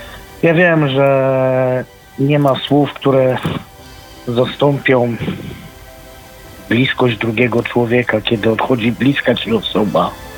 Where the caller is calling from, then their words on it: Switzerland; stały słuchacz … z Szwajcaria się kłania.